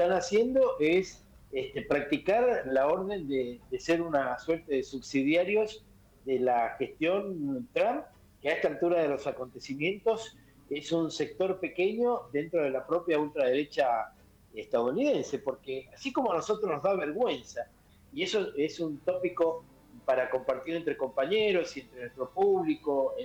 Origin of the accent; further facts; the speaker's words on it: Mendoza, Argentina; Me faltó la S final porque soy mendocino.